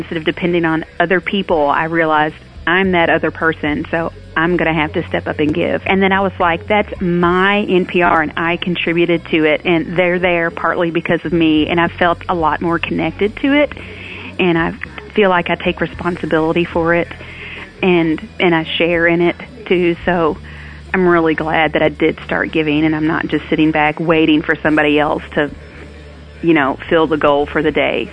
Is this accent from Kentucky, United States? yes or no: yes; Marion, Kentucky, United States; I'm from Marion, Kentucky, and I support WKMS.